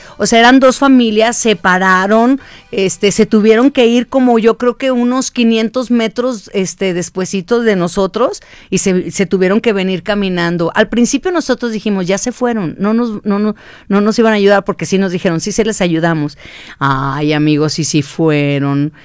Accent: Jalisco, Mexico; moved away; era ya rumbo a mi pueblo, a mi rancho. Entonces, ya saben, se tiene que agarrar la carretera Barra de Navidad y luego pasas que Cocula, Tecolotlán.

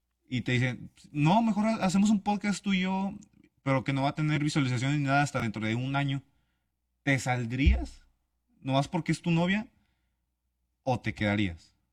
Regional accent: Mexico; now in United States; ponle que yo estoy en Estados Unidos, pero yo soy mexicano.

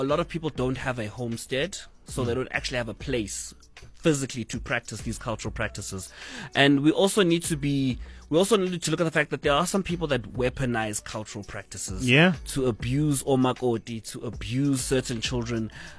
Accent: South Africa; first language Zulu; English is a second language; I can definitely understand other languages. But at home, it's Zulu with a bit of English.

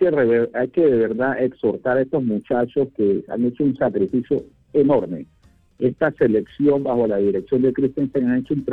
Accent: Panama; Como panameño me siento orgullosísimo

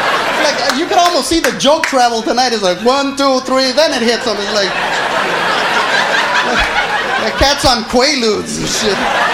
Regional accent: Los Angeles, California, United States; I'm from East Los Angeles, Boyle Heights to be exact, right around there.

